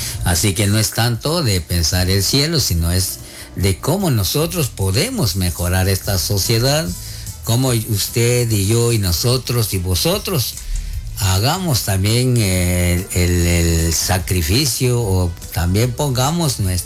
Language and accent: Spanish; Alta Verapaz, Guatemala; como guatemaltecos, como alta verapacenses